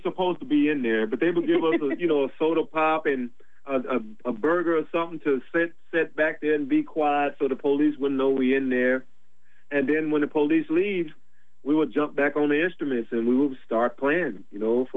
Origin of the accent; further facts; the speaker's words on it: Mississippi, United States; But, you know, just growing up in … you know, I was born into hill country blues.